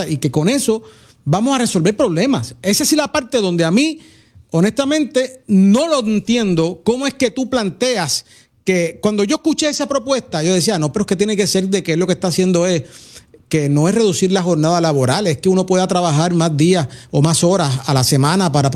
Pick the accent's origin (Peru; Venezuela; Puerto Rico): Puerto Rico; E incluso nosotros mismos no nos vemos como que fuésemos parte, y por eso hablamos de que somos migrantes